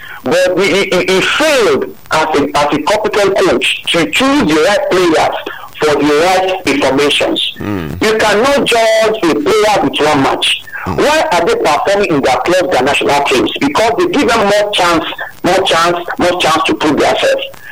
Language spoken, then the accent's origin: English; Nigeria; I'm a Nigerian.